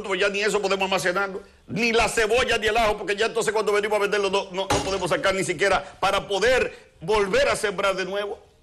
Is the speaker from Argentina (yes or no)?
no; Dominican Republic; yo soy un ciudadano dominicano.